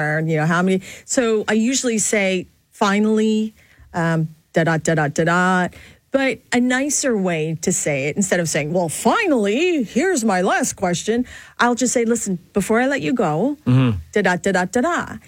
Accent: Philippines; born there; moved away; when I was born in the Philippines

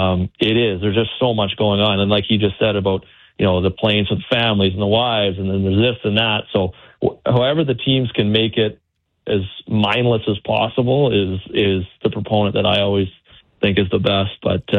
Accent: New Brunswick, Canada; I'm from New Brunswick, so it's really not too far away.

